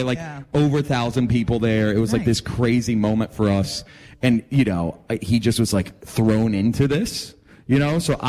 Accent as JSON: {"language": "English", "town": "Atlanta", "region": "Georgia", "country": "United States", "tie": "born or raised there", "said": "And like, and for us growing up in Atlanta, I mean, they're one of the legends, you know?"}